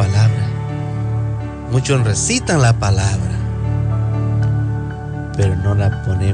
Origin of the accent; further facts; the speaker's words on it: Mexico; Yo soy de México